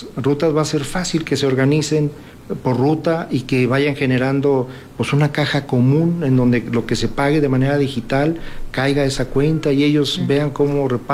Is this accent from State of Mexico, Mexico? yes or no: no; Durango, Mexico; Somos de aquí de Durango